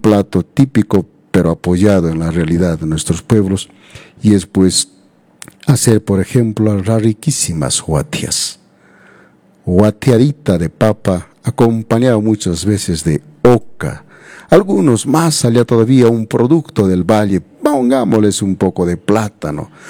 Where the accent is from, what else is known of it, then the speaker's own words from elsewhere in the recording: Calca, Cusco, Peru; nuestra tierra de Calca